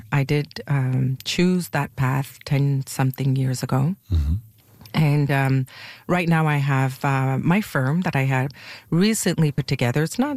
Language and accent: English; Montreal, Quebec, Canada; Well, I am born and raised in Westmount, Quebec. So Montreal, for those that are a little bit further.